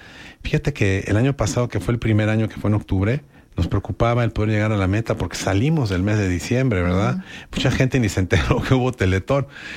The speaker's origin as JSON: {"language": "Spanish", "country": "Mexico", "said": "como sociedad mexicana, como mexicano"}